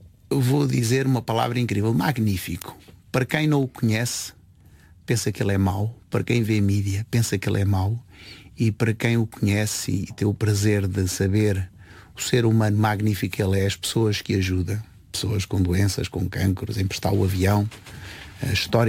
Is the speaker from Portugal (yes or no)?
yes; Portugal; Nós nascemos em Portugal há 50 gerações, desde Tomar para agora.